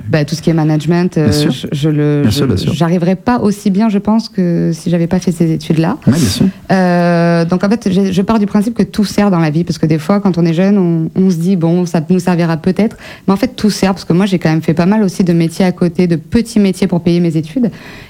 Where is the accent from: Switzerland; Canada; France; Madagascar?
France; Périgueux, Nouvelle-Aquitaine; also born or lived in Brantôme; Moi, j'ai grandi donc à Périgueux. Mes parents sont originaires de Chancelade. Et du coup, j'ai fait toutes mes études à Périgueux.